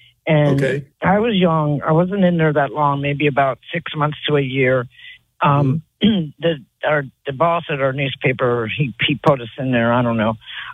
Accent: Baltimore, Maryland, United States; born there; now in St. Mary's County, United States; I was born in Baltimore, and I've been to Fort Belvoir before.

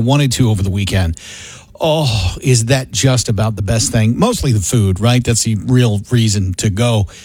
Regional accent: United States; I grew up in Wayne County.

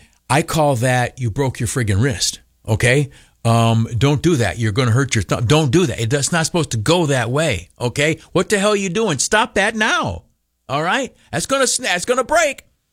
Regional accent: Canisteo, New York, United States; I grew up in Canastillo

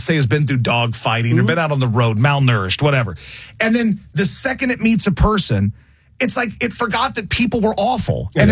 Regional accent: Baton Rouge, Louisiana, United States; I grew up in Baton Rouge, Louisiana.

